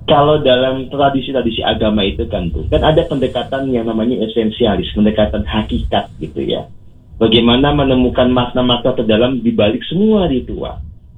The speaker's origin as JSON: {"language": "Indonesian", "town": "Magelang", "region": "Central Java", "country": "Indonesia", "tie": "born or raised there", "also_born_or_lived": "Cirebon / Bali", "said": "Jadi kan saya ini masa kecil itu dulu pernah di Kota Magelang, Bung Sapir. Kemudian juga pernah di Cirebon, pernah di Bali ya."}